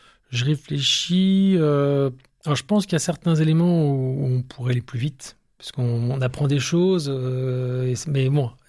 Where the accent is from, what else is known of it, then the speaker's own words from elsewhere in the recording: France; accent: French; French accent